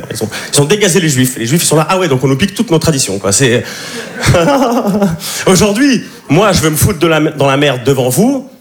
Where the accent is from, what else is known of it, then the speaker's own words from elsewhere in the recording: Switzerland; now in Paris, France; Comme il a dit, je suis suisse, ça fait 2 ans que j'habite à Paris.